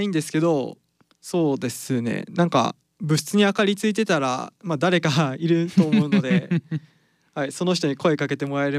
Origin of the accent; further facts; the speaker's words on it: Toyama, Japan; はい、僕富山から来ました。